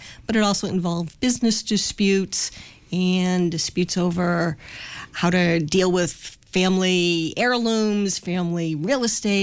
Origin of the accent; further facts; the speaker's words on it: Framingham, Massachusetts, United States; I grew up in Framingham, so I'm a local kid and live in Metro West now